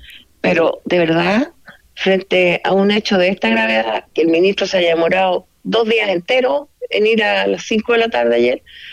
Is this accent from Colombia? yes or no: no; Chile; lo que nosotros, como chilenos, esperamos